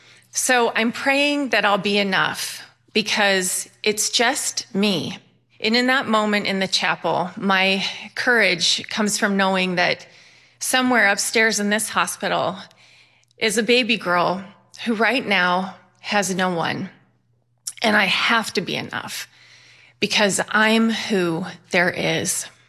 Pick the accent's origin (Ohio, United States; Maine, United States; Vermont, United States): Vermont, United States; Bennington; born there; now in Phoenix, United States; I was born in Bennington, Vermont. I live in Phoenix, Arizona.